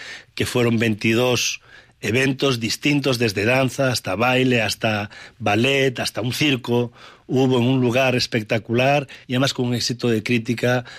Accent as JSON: {"language": "Spanish", "region": "Galicia", "country": "Spain", "said": "como gallegos que fuimos pueblo emigrante"}